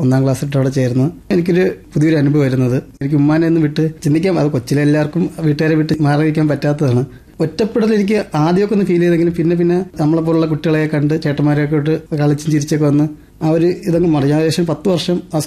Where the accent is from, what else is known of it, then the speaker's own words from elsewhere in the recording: Varkala, Kerala, India; എന്റെ സ്വദേശം വർക്കല നെടുങ്കണ്ടം എന്ന് പറയുന്ന സ്ഥലത്ത് എന്റെ സ്വദേശം.